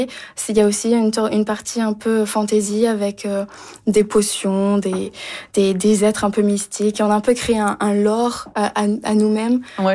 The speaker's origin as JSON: {"language": "French", "town": "Toulouse", "region": "Occitanie", "country": "France", "tie": "born or raised there", "said": "J'ai grandi à Toulouse, du coup, au sud de la France."}